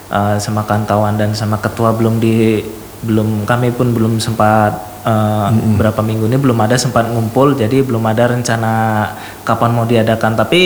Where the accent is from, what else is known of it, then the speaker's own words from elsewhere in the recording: Stabat, North Sumatra, Indonesia; moved away; di kampung halaman saya, kebetulan di Stabat